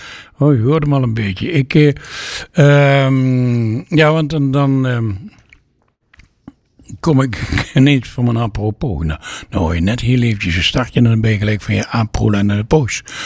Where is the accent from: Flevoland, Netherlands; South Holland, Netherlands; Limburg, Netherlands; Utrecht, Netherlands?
Limburg, Netherlands; wat bij mij in de buurt waar ik vandaan kom, laat ik zeggen, is opgenomen ooit door